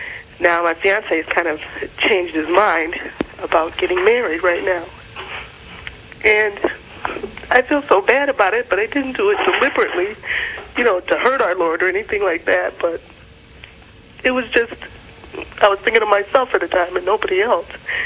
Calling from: Chicago, Illinois, United States; I'm calling from Chicago.

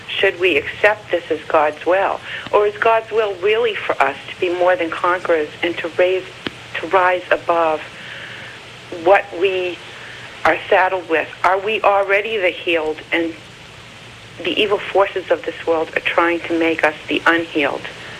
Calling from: Ashburnham, Massachusetts, United States; I'm from Ashburnham, Massachusetts.

